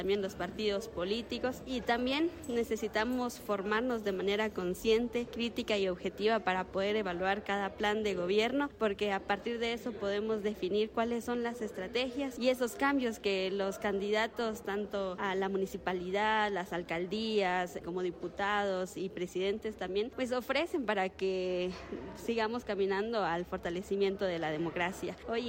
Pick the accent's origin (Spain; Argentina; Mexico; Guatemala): Guatemala; sin duda son esos eventos que nos reúnen como guatemaltecos a tener que pensar cuál va a ser el horizonte